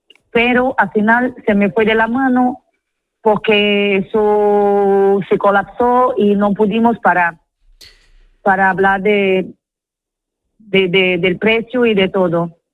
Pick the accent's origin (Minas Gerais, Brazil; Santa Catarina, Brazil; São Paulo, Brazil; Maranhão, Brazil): Maranhão, Brazil; São Luís; Spanish is a second language; now in Spain; Carol, São Luís es mi pueblo en Brasil.